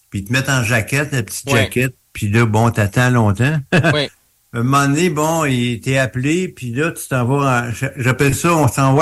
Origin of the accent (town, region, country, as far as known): Montreal, Quebec, Canada